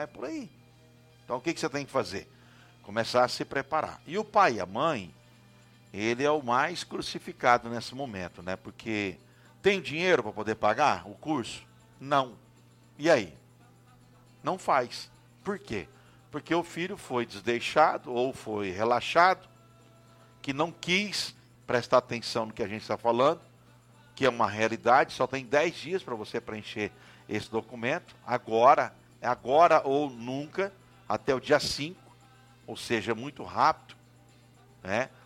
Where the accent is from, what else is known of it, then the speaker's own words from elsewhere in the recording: São Paulo, Brazil; moved away; no interior de São Paulo, onde nós moramos, onde eu fui criado